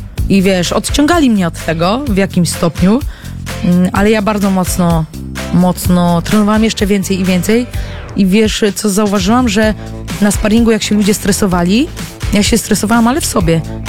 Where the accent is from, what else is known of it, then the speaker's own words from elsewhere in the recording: Olsztyn, Warmian-Masurian Voivodeship, Poland; wychowywałam się na olsztyńskim osiedlu dużym, gdzie była chmara dzieciaków, tam były zasady, nie?